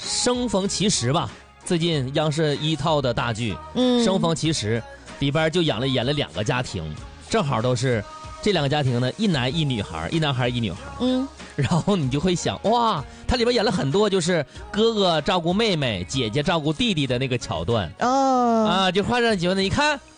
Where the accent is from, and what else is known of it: Dalian, Liaoning, China